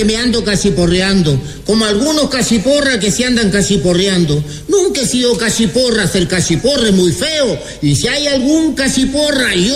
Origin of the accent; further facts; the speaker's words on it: Chile; Chileno también, pues.